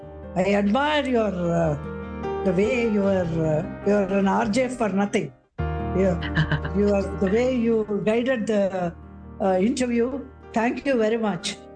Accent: India; I am an Indian.

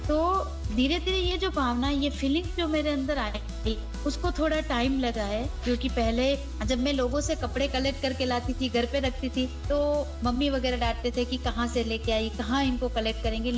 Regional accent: Udaipur, Rajasthan, India; और मैं उदयपुर से बिलोंग करती हूँ।

